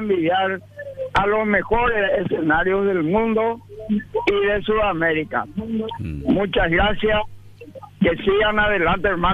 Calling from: Lambaré, Central, Paraguay; soy de Lambaré.

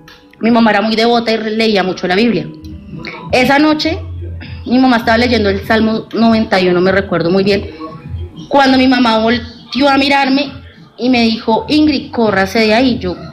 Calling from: Bogotá, Colombia

